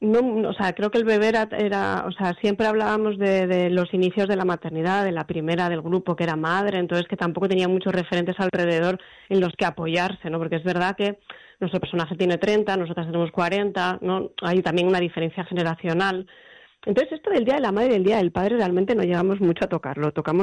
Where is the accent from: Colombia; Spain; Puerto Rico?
Spain; Gijón, Asturias; yo soy de provincias, yo soy de Gijón además, entonces había esta cosa de no digas nada en el colegio que te van a mirar distinto, ¿no?